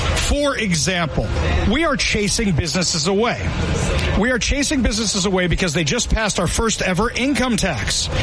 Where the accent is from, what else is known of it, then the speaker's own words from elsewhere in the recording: Seattle, Washington, United States; I'm from Seattle, Washington. Seattle is approximately the same size as Boston, Massachusetts.